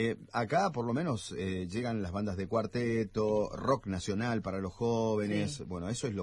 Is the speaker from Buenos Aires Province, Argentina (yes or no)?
no; San Juan, Argentina; como somos los sanjuaninos, jachayeros